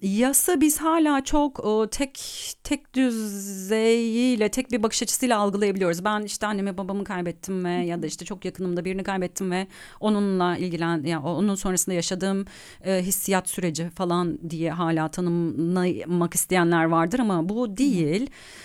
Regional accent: Ankara, Turkey; now in Istanbul, Turkey; ben Ankara'da büyüdüm.

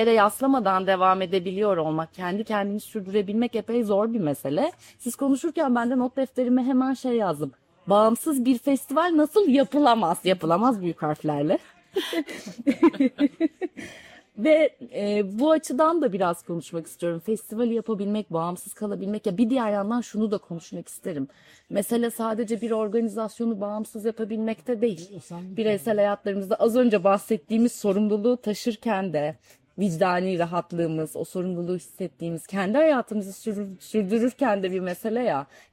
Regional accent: Trabzon, Turkey; ben Trabzonluyum, ailem fındık üreticisi.

